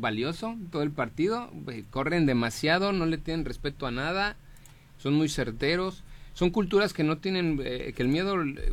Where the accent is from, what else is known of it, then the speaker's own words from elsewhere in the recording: Mexico; somos muchos mexicanos.